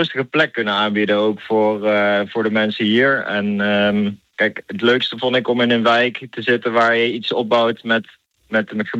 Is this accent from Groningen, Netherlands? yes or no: no; Horssen, Gelderland, Netherlands; born there; moved away as an adult; now in Nijmegen, Netherlands; ik ben geboren in Horssen. Klein dorpje in Maaswaal